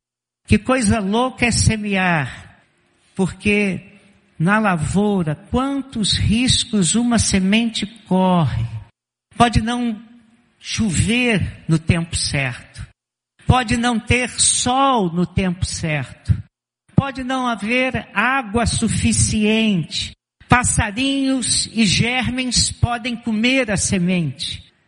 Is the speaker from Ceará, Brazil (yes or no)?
no; Rio de Janeiro, Brazil; moved away as an adult; also born or lived in Greater Porto Alegre; Fui criado no Rio de Janeiro, sou carioca, e fui começar meu primeiro ministério pastoral no sul do Brasil, na Grande Porto Alegre.